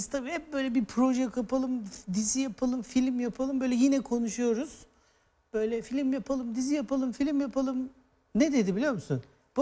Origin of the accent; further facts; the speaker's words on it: Darıca, Kocaeli, Turkey; benim büyüdüğüm yer öyle. Darıca evet. Öyle bir yer.